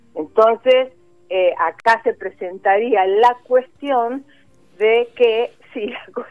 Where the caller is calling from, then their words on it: Buenos Aires, Argentina; de Parque Avellaneda.